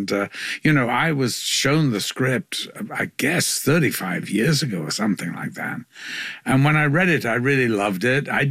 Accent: Liverpool, North West England, United Kingdom; But I did, because I'm from Liverpool. So I went to see this wonderful elocution teacher called Mrs. Harold Ackley.

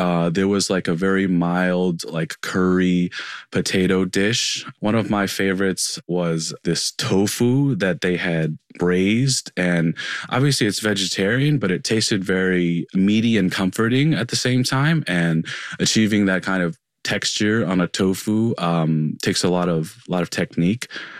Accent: Tennessee, United States; You know, I grew up in Tennessee and among a lot of sort of evangelicals and people handing me a Bible at inopportune times.

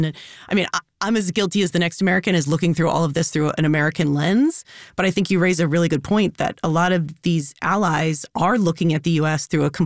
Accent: Ireland; Look, I'm Irish. We forget everything but our grudges

